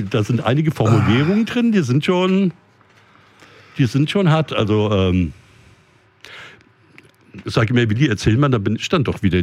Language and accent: German; Switzerland; Ich bin Schweizer, ich muss euch mal veräppeln in der Richtung.